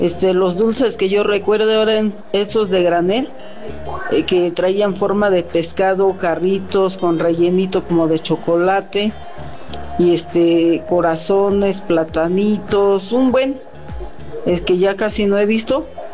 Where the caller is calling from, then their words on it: Mexico; de Acahualpo